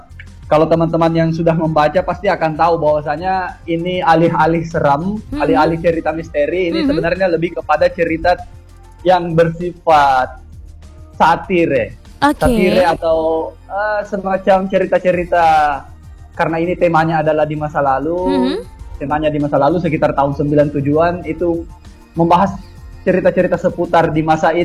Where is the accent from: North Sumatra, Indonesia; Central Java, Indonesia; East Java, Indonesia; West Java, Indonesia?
East Java, Indonesia; Kediri; Kalau saya dari Kediri, Mbak.